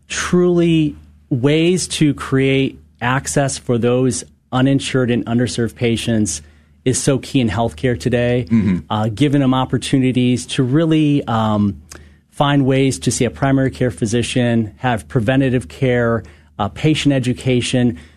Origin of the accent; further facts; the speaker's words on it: Michigan, United States; moved away as an adult; also born or lived in Northern California; now in Houston, United States; So I've been in healthcare for 30 years. I grew up in Michigan. I spent 17 years with a Catholic health system there called Trinity Health.